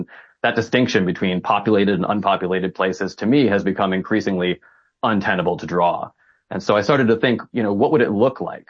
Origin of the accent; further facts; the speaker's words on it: Virginia, United States; I grew up in Virginia and the suburbs outside of D.C.